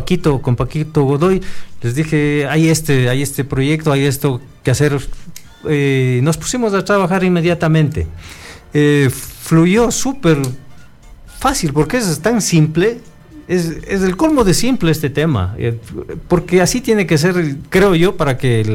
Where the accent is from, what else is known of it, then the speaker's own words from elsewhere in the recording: Píllaro, Tungurahua, Ecuador; moved away; Yo soy de Píllaro y mis padres vendieron la propiedad hace muchos años. Acabo de comprar una propiedad pequeñita en Píllaro